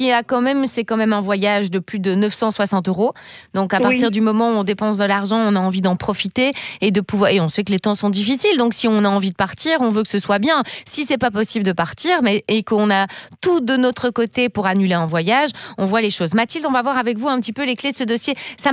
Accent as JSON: {"language": "French", "town": "Gerpinnes", "region": "Wallonia", "country": "Belgium", "tie": "born or raised there", "said": "Et moi, j'ai grandi à Gerpine, donc on est presque voisines."}